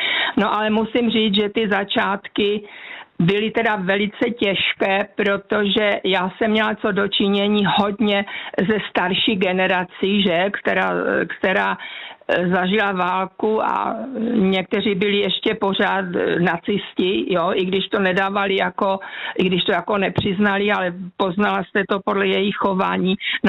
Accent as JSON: {"language": "Czech", "town": "Ostrava", "region": "Moravian-Silesian Region", "country": "Czechia", "tie": "born or raised there"}